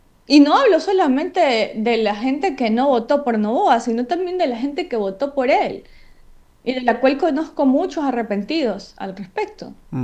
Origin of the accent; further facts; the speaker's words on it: Ecuador; Yo como ecuatoriana